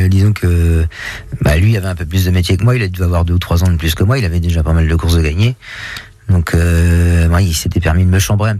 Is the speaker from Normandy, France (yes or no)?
yes; Avranches, Normandy, France; C'était en plus chez moi, à Avranches.